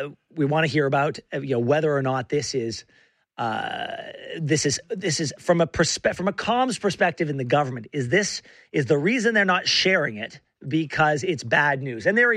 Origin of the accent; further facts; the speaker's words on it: Canada; And I'm speaking as a Canadian.